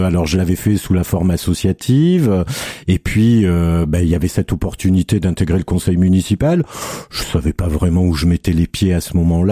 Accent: Nouvelle-Aquitaine, France; je suis un enfant du pays, natif de la belle commune d'Écart au sud de Limoges. Donc petite commune, 600 habitants

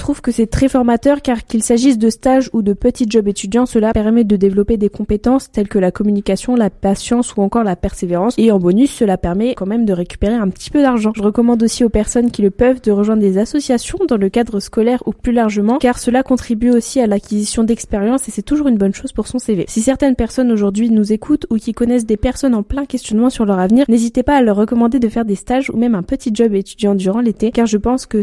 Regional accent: Metz, Grand Est, France; moved away as an adult; now in Reims, France; je rentre chez moi à Metz tous les week-ends.

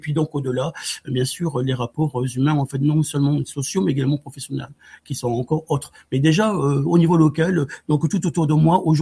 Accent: Occitanie, France; mes parents sont installés en fait dans le sud-ouest de la France, donc en Occitanie, donc dans le Gers, hein, effectivement, dès la fin des années 60

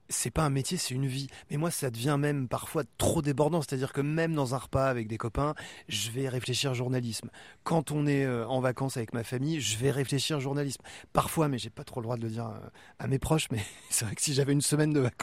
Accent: Brittany, France; moved away as an adult; j'étais plus que jamais Breton. Et quand on me demande d'où vous venez, je dis « the west coast of France », la Bretagne

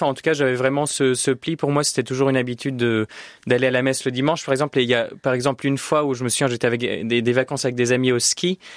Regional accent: Orléans, Centre-Val de Loire, France; je suis né à Orléans et mes parents, j'ai 2 grandes sœurs, 3 grands frères et mes parents sont très croyants et mes frères et sœurs aussi. Donc en fait, j'ai grandi dans ce contexte-là

